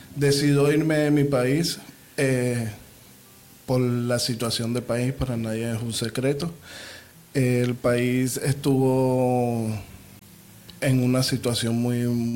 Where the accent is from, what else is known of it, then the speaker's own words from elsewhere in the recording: Venezuela; moved away as an adult; now in United States; antes vivía en Venezuela, como lo acabo de decir, soy venezolano, vivía en Venezuela.